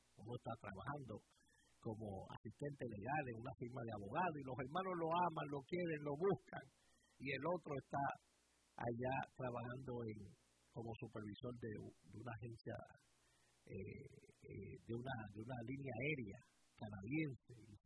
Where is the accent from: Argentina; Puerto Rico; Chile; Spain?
Puerto Rico; Caguas; en el pueblo mío, cerquita donde yo me crié, en Río Caña, por el sector, se llama eso, La Ponderosa. Así que se llama, Giorgio, La Ponderosa en Cagua.